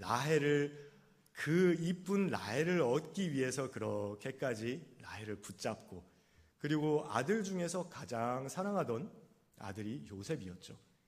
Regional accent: Jeolla, South Korea; accent: Jeolla dialect; 저는 전라도 사투리로

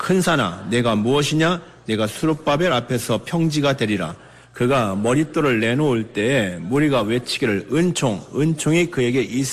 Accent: South Korea

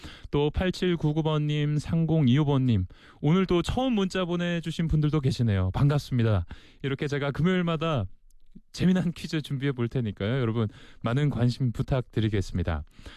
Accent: Seoul, South Korea; now in Busan, South Korea; 저는 서울 사람이라 이 피곤한 상황에서는 아, 졸려라고, 졸리다라고 표현을 하지만

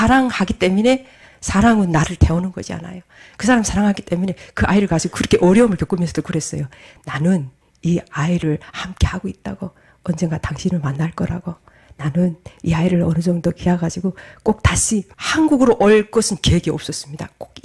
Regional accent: North Korea; 제가 다른 탈북민들과 저는 똑같습니다.

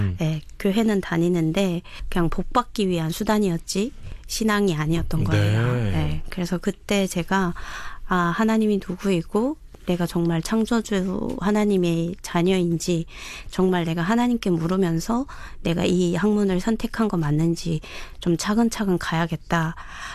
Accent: North Korea; born there; 북한에서 태어난 게 그다음부터 감사했어요.

